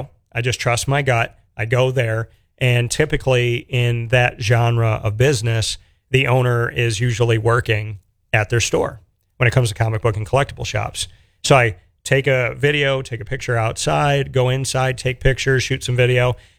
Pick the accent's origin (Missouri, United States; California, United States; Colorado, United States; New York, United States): New York, United States; born there; my first is obviously my home state in New York.